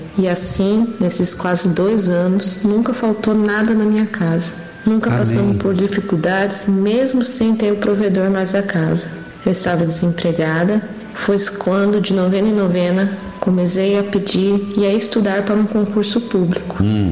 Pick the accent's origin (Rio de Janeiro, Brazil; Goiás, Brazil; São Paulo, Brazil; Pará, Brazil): São Paulo, Brazil; Marília; sou do interior do estado de São Paulo, aqui de Marília.